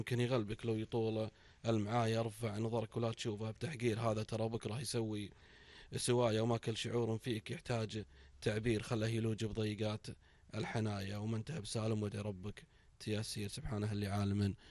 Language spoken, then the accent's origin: Arabic; Kuwait; كنت في علاج بالخارج مع الأهل واشتد الحنين علي في الكويت